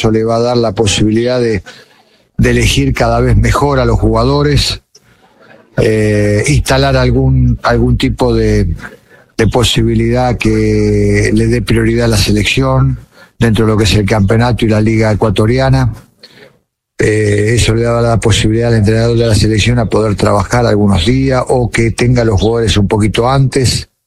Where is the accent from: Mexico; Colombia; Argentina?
Argentina; no solamente como argentino